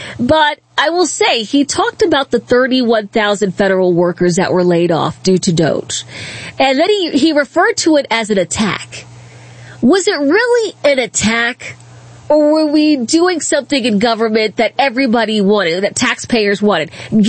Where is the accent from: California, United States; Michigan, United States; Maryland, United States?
Maryland, United States; Accokeek; I grew up in Accokeek.